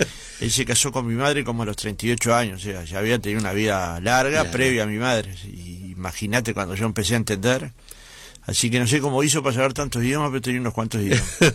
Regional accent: Montevideo, Uruguay; born there; Yo nací en Montevideo, pero era hijo un riverense.

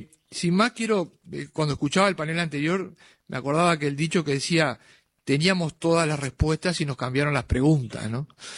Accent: Uruguay

